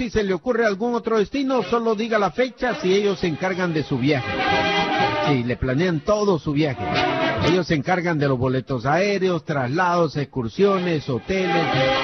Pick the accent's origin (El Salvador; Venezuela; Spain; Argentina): El Salvador; now in Massachusetts, United States; Y soy salvadoreño y orgulloso me siento.